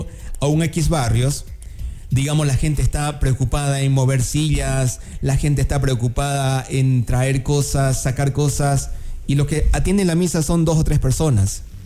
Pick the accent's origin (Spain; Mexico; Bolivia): Bolivia; now in Ecuador; vengo de Bolivia, ¿no? Que es un país incluso más subdesarrollado que Ecuador.